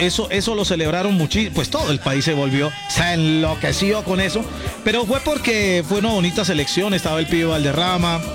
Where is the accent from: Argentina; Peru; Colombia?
Colombia; Yo soy colombiano que dice cuartos de final, sí, sí, sí.